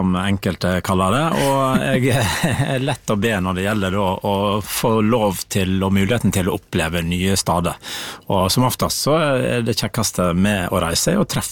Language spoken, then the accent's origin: Norwegian; Naustdal, Vestland, Norway; Jeg kommer fra Naustdal, som nå har blitt en del av Sunnfjord kommune